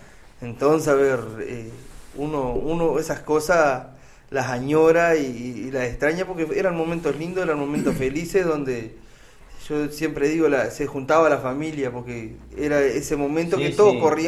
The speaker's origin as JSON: {"language": "Spanish", "country": "Uruguay", "tie": "born or raised there", "said": "en el barrio San José, Fátima, ahí donde yo nací y me crié"}